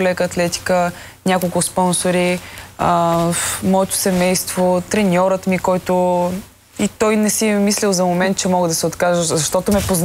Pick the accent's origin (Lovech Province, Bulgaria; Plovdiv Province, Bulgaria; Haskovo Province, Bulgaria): Plovdiv Province, Bulgaria; Plovdiv; предпочитам хубава компания с вкусна вечеря в Пловдив, откъдето съм аз.